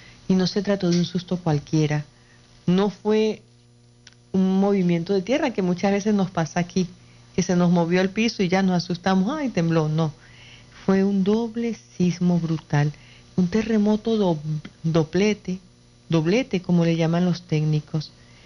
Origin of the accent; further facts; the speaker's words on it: Caracas, Capital District, Venezuela; now in Yaracuy, Venezuela; nosotros somos de Caracas y nos hemos mudado hace tiempo ya hacia esa zona donde fue el epicentro.